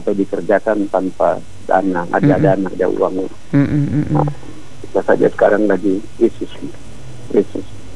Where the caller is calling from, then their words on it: Indonesia; di daerah saya, tempat tinggal saya, Kelurahan Murabeji.